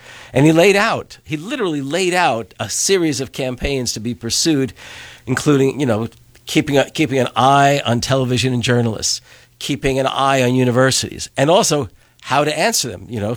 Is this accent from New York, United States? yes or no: yes; New York City, New York, United States; also born or lived in England / Louisiana; now in Wisconsin, United States; Well, just for starters, I've been here in Wisconsin for more than 45 years. I grew up in the New York City area. I studied in England, I studied in Louisiana, and I ended up in Wisconsin.